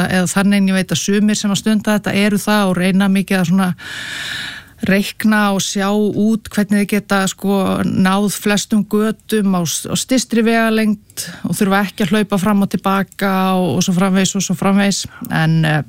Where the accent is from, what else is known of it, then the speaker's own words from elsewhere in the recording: Reykjavík, Capital Region, Iceland; ég búið fættu uppalinn í Reykjavíkuborg og ég kann alveg að meta Reykjavíkuborg